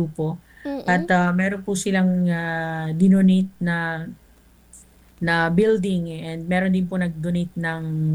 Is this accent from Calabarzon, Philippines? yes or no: no; Bicol Region, Philippines; dito sa Catanduanes, ano, kasi syempre taga-Catanduanes ako.